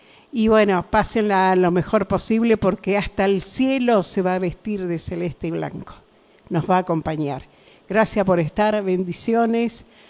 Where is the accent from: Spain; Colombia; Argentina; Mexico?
Argentina; somos argentinos.